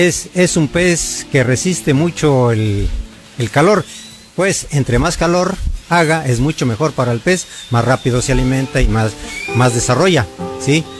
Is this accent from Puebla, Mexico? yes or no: no; San Bartolo Tutotepec, Hidalgo, Mexico; somos originarios de aquí de San Bartolo, Tutotepec. Somos nacidos aquí en la colonia industrial, la calle 16 de enero, número 20